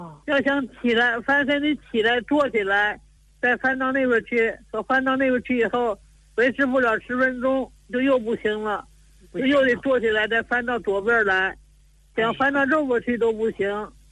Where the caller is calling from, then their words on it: Tianjin, China; 我是天津的南开区的。